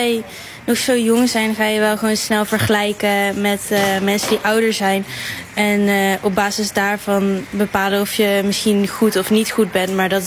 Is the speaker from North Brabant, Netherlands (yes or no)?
yes; Eindhoven, North Brabant, Netherlands; Ik kom uit Eindhoven en al mijn vriendinnen zijn ook gewoon in Eindhoven.